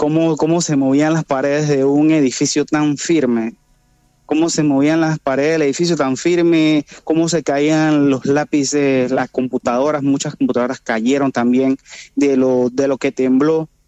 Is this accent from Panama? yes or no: yes; Panama; como decimos acá en Panamá